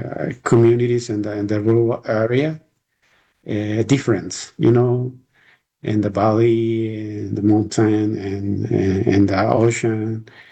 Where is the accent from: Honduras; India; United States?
Honduras; first language Spanish; English is a second language; I'm serving in Honduras, my country.